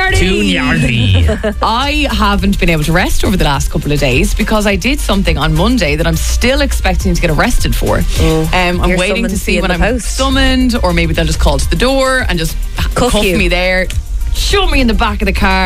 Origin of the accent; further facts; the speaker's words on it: Ireland; you kind of just get on with it as an Irish person